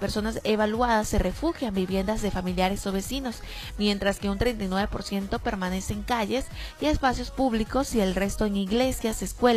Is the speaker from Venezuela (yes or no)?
yes; Venezuela; lo que nos identifica como venezolanos